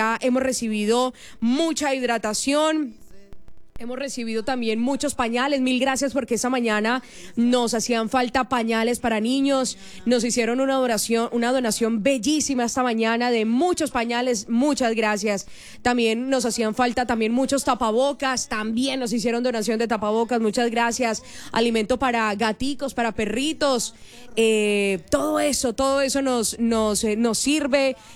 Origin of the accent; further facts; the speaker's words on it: Colombia; a uno como colombiano le remueve muchas fibras